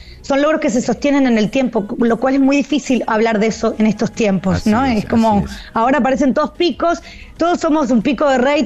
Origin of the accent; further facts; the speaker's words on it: Santa Fe, Argentina; somos santafesinos